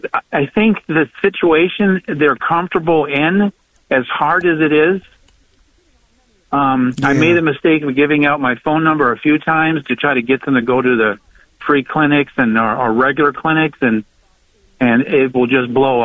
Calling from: Florence, South Carolina, United States; I'm calling from Florence, South Carolina, EWTN 130.

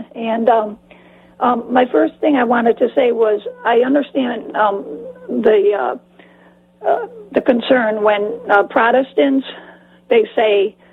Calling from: Thomaston, Connecticut, United States; We're in the northwest section of Connecticut.

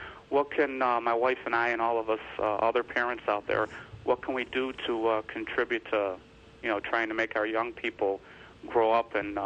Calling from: New York, United States; We're from New York.

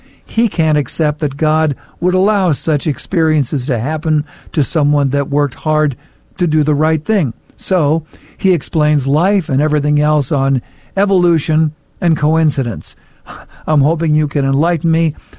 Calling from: Washington, United States; I'm listening from Washington State. That is from Angeles.

